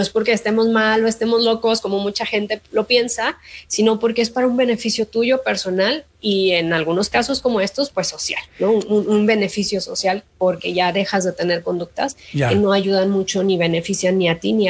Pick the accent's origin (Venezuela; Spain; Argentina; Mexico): Mexico; De la sociedad en la que vivimos, de la comunidad como mexicanos, que cuando hay algo de este tipo, pues sí podemos llegar como a unirnos